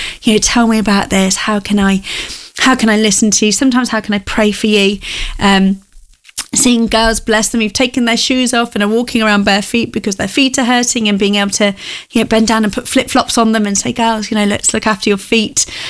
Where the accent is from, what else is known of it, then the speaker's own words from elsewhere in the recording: Ashby-de-la-Zouch, East Midlands, United Kingdom; go out to my hometown of Ashby